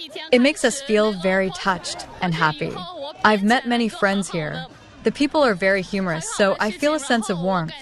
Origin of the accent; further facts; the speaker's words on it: Myanmar; moved away; After coming to Baoding, I also thought a little about my hometown.